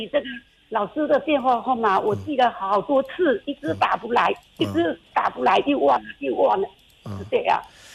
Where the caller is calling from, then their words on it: Fuzhou, Fujian, China; 我70，我是福州的。